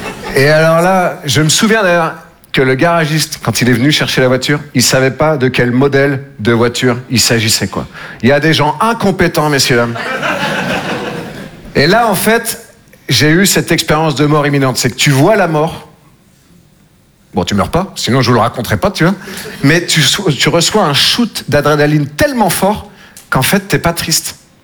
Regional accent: Nouvelle-Aquitaine, France; Moi, je viens des Deux-Sèvres. Je ne sais pas si vous connaissez. Entre la Vienne et la Vendée.

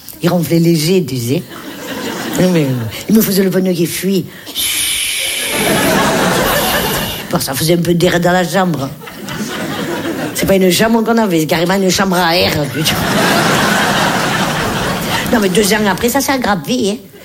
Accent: Nice, Provence-Alpes-Côte d'Azur, France

